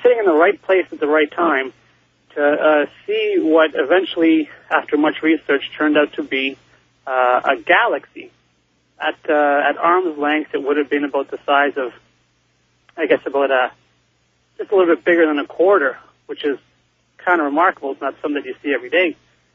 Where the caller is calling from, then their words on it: Toronto, Ontario, Canada; I'm calling from Toronto.